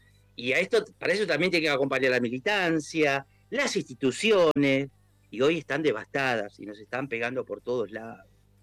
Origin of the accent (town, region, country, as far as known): Argentina